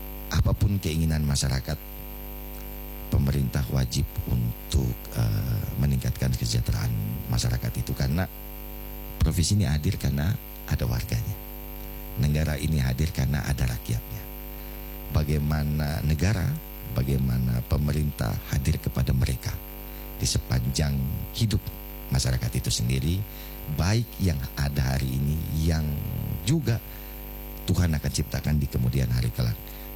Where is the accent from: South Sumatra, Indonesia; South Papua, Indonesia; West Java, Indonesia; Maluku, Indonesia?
South Papua, Indonesia; born there; also born or lived in Merauke; saya tamat sekolah di Asmat tahun 91, 92, 93 saya tamat sekolah di sana. Saya dari kampung, tamat sekolah di sana, SMP, SMA saya di Merauke, dan 20 tahun saya tugas di Asmat. Sejak tahun 2003 sampai tahun 2023 ini